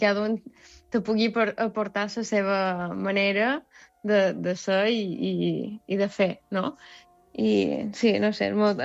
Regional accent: Felanitx, Balearic Islands, Spain; Niño de Sant Sebastià, i els altres tres són catalans, en Joan és de Reus, en Oriol d'Alcanar i en Xavi de Olesa de Montserrat i jo de Fadenitx.

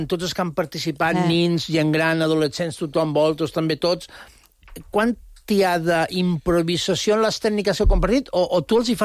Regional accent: Palma, Balearic Islands, Spain; jo som del Terreno

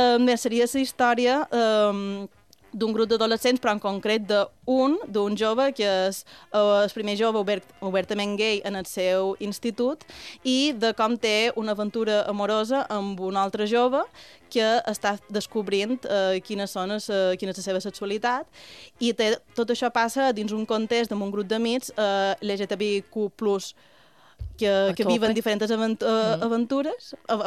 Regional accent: Marratxí, Balearic Islands, Spain; jo sóc de Marratxista i enamorada

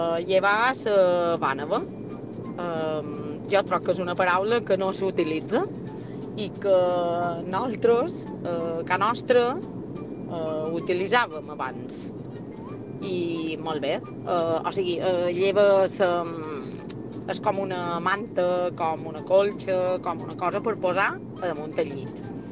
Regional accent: Esporles, Balearic Islands, Spain; som d'Esportles, i una paraula que trob que està en desús és la paraula vànava.

